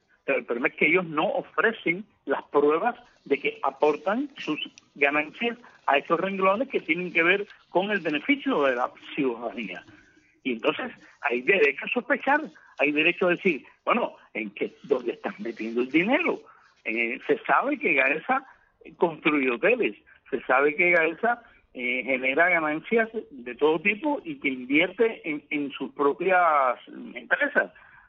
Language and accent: Spanish; Cuba